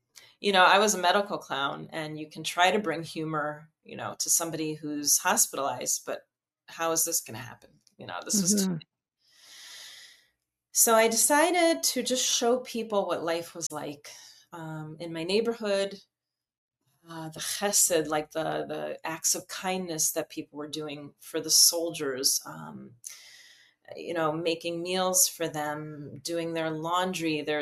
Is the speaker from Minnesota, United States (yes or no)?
yes; Minnesota, United States; moved away as an adult; now in Israel; I grew up in Minnesota, which is Midwest, which is like a total opposite of Israel as far as just the pace of life and the stress levels.